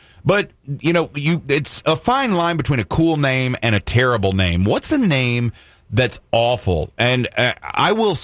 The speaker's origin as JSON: {"language": "English", "region": "Mississippi", "country": "United States", "said": "And again, I come from South Mississippi."}